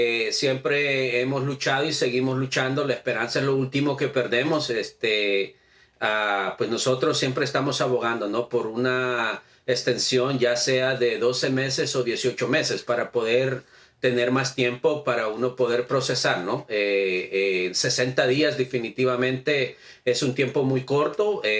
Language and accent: Spanish; El Salvador; now in United States; pues aportamos como salvadoreños 5.400 millones